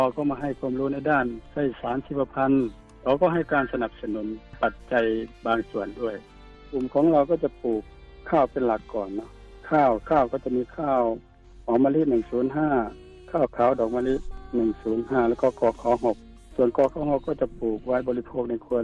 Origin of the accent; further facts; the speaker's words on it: Amnat Charoen, Thailand; เป็นคนที่อำนาจเจริญโดยตรงเลยเกิดที่อำนาจเจริญตั้งแต่จังหวัดอำนาจเจริญยังไม่เป็นจังหวัดยังเป็นอำเภออยู่